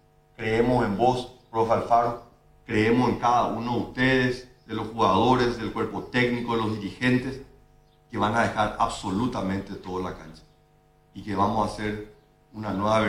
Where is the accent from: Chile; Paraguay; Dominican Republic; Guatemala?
Paraguay; hoy este es el momento que yo vengo a decirte como paraguayo, gracias, mi querido escribano.